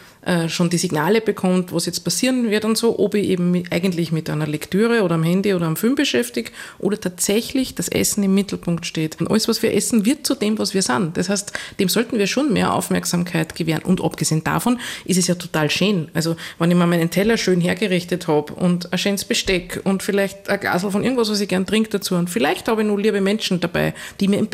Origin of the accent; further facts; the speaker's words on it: Upper Austria, Austria